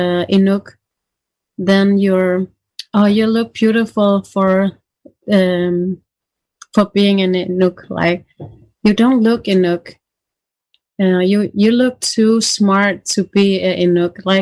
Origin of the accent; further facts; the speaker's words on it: Greenland; we are from Greenland